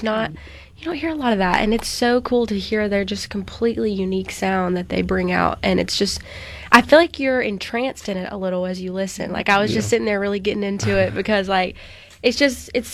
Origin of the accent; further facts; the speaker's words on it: Crystal Springs, Mississippi, United States; I grew up in Crystal Springs, actually. So, you know, right over yonder, but I claim Jackson for the most part.